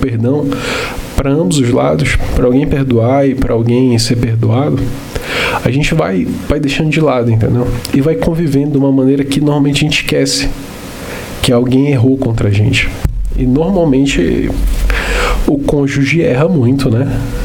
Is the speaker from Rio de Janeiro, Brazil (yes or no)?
no; Belém, Pará, Brazil; also born or lived in Macapá; Eu sou nascido e criado na região norte do país. Eu sou nascido em Macapá, fui criado em Belém do Pará.